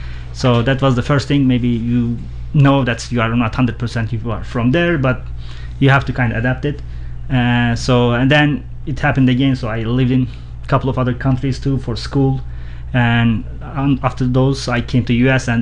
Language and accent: English; Istanbul, Turkey; English is a second language; moved away as an adult; also born or lived in East Turkey (Northern Kurdistan), near Ararat; now in Nashville, United States; my family moved to Istanbul, and I was 3 years back then. So I grew up there. So that was first time, I guess, we migrated.